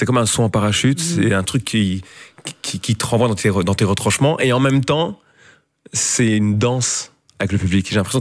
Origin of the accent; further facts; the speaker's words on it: Cape Town, Western Cape, South Africa; moved away; also born or lived in Congo / Rwanda; vers l'Afrique du Sud, là où j'ai grandi.